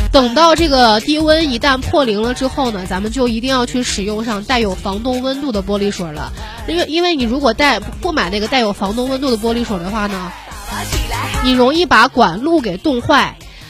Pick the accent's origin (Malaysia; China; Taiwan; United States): China; Lanzhou, Gansu; 那我也是兰州的哈